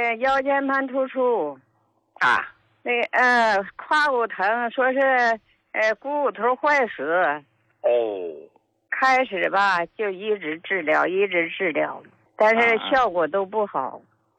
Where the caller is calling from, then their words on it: Qiqihar, Heilongjiang, China; 我是齐齐哈尔的。我这个病吧，一个是岁数大了，今年我都71了。